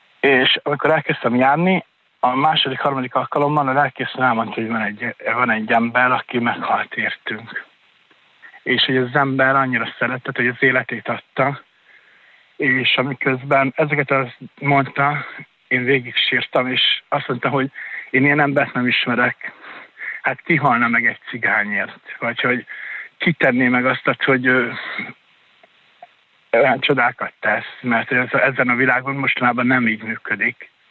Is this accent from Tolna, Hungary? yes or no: no; Debrecen, Hajdú-Bihar, Hungary; én Debrecenben nőttem fel egy cigány szegregátumban.